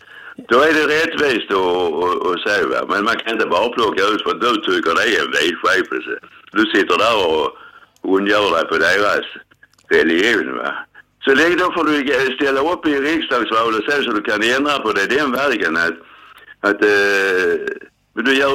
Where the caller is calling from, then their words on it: Sweden; jag är svensk.